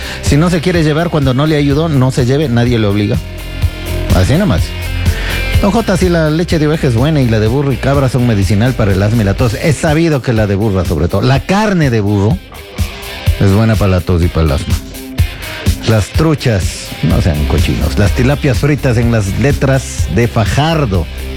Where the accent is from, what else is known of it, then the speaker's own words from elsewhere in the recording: Loja, Ecuador; Yo estuve en mi tierra Loja y me di un salto a Zamora para servirme a los tiempos un plato de ancas de rana.